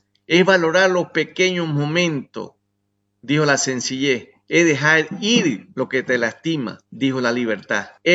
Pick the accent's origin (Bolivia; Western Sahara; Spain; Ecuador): Ecuador; Digo, soy de Ecuador.